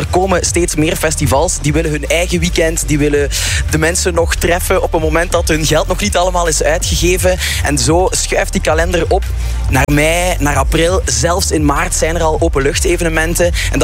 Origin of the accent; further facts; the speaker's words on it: Belgium; Bij ons in België